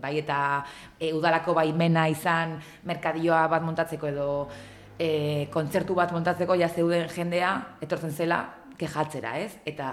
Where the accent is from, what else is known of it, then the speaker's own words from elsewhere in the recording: Hondarribia, Basque Country, Spain; Baina gero, ondo pentsatzen nik Hondarribikoa naiz, eta Hondarribin bizi nahi dut